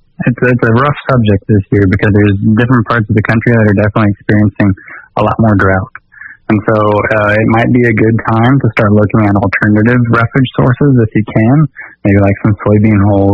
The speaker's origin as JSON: {"language": "English", "region": "Missouri", "country": "United States", "tie": "born or raised there", "moved": "yes", "lives_now": "South Dakota, United States", "said": "So I am originally from Missouri, and I grew up on a small family farm there."}